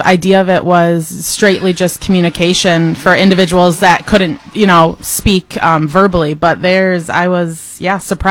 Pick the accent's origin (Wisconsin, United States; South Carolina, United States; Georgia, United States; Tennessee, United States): Wisconsin, United States; Sun Prairie; I grew up in Sun Prairie, so just down the road.